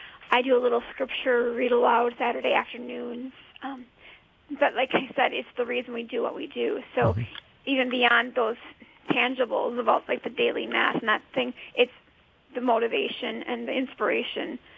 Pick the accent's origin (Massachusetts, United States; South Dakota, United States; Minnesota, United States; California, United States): Minnesota, United States; now in North Dakota, United States; I'm from Minnesota